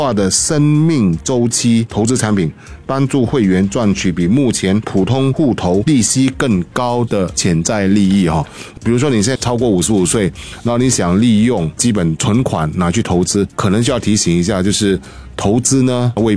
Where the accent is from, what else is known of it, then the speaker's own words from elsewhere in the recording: Singapore; 我们新加坡人